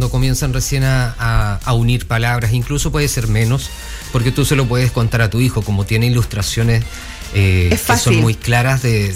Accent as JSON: {"language": "Spanish", "town": "Santiago", "region": "Santiago Metropolitan Region", "country": "Chile", "tie": "born there", "lives_now": "Los Ángeles, Chile", "said": "Nací en Santiago."}